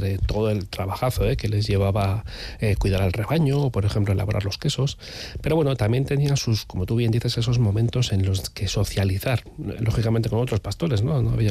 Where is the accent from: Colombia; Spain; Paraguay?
Spain; Basque Country